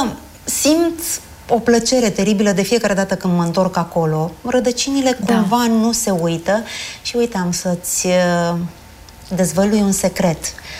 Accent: Romania

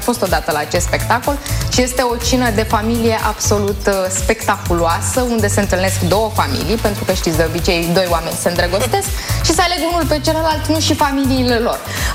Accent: Buzău, Buzău County, Romania; Știți foarte bine că eu deja sunt din Buzău.

